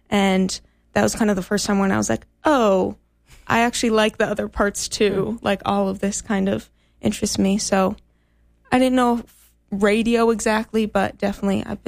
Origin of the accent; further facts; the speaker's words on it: East Grand Forks, Minnesota, United States; now in Grand Rapids, United States; I'm originally from East Grand Forks, so I'm used to the smaller town, northern Minnesota, and I knew there were actually trees here, so I was excited for that.